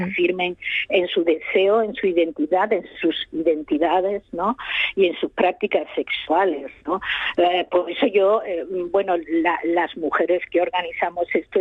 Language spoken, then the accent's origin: Spanish; Madrid, Community of Madrid, Spain; Pues mira, yo que vengo de Madrid, en Alcalá de Henares se está haciendo ahora mismo.